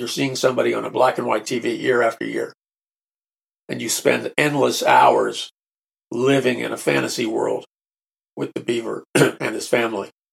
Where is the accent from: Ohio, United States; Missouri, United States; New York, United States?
New York, United States; New York City; moved away; And I grew up in New York City, so it was a long way from home.